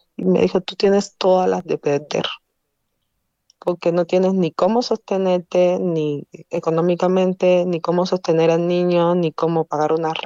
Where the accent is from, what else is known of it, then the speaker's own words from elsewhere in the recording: Cuba; moved away as an adult; now in Mexico; Soy de origen cubano. Uh-huh. Llegué aquí en el año 2017 con beca CONACYT para la maestría de energía en la UNAM.